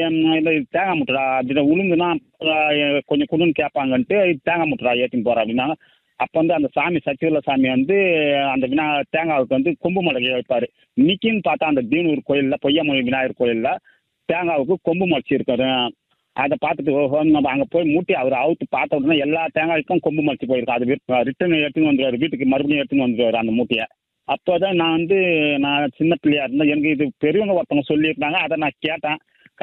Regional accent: Ilamangalam, Tamil Nadu, India; இளமங்கலம் கிராமம்.

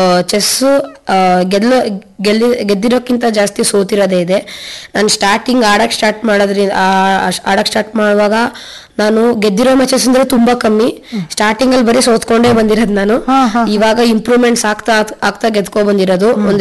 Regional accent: Kushalnagar, Karnataka, India; born there; ಕುಶಾಲ್ ನಗರದಲ್ಲಿ. ಅಲ್ಲಿ ತುಂಬಾ ಮೆಮೊರೀಸ್ ಇದೆ ನಂಗೆ.

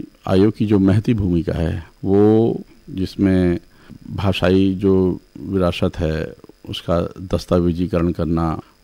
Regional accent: Chhattisgarh, India; अपने छत्तीसगढ़ महतारी के जो ओकर मन ओकर द्वारा जो प्रदत्त हमार जो संस्कार है ना ओकर छाँव में जो हमन पले बढ़े हैं

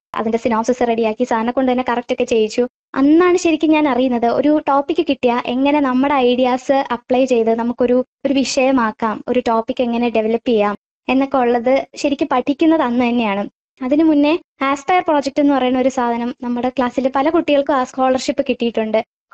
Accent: Varkala, Kerala, India; ഞാൻ വർക്കല സ്വദേശിനിയാണ്.

